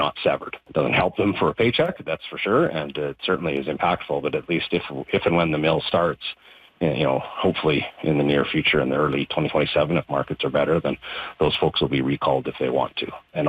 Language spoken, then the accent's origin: English; British Columbia, Canada; I'm from British Columbia